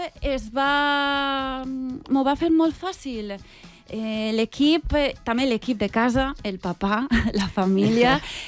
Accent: Alcoi, Valencian Community, Spain; Jo com a alcoiana, per exemple, vaig a dir-vos un exemple, la Torre de les Maçanes, al costat d'Alcoi.

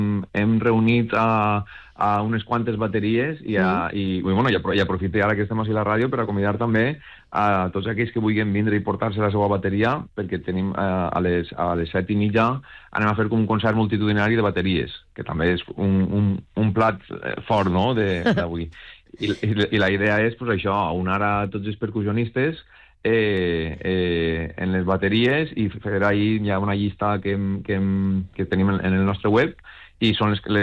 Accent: Gata de Gorgos, Valencian Community, Spain; molts músics som de Gata

